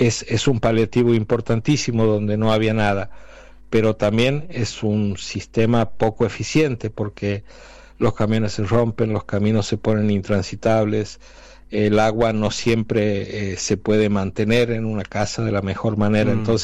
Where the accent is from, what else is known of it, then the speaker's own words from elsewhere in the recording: La Banda, Santiago del Estero, Argentina; Santiago del Estero, sí, señor.